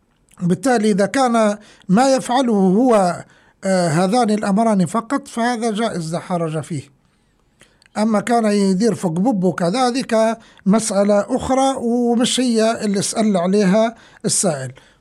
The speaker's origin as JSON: {"language": "Arabic", "country": "Libya", "accent": "Libyan", "said": "سطل البغلي بلهجتنا الليبية يعني دلو من الاسمنت"}